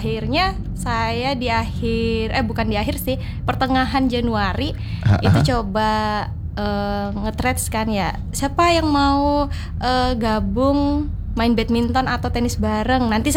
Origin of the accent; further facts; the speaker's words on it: Sulawesi, Indonesia; moved away as an adult; now in Surabaya, Indonesia; saya dari Sulawesi.